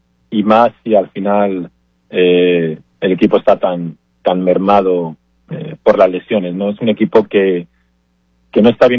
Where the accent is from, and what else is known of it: Spain; moved away